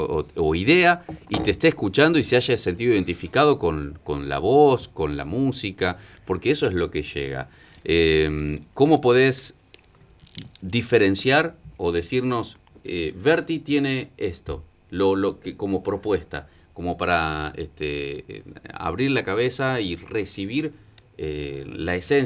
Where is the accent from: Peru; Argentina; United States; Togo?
Argentina; Santiago del Estero; como santiagueños siento que somos hasta hermanos